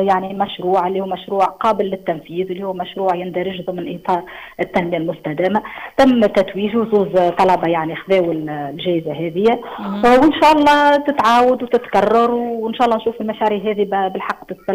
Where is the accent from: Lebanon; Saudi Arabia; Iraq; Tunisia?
Tunisia; هذه عقلية موجودة عندنا في تونس بصفة خاصة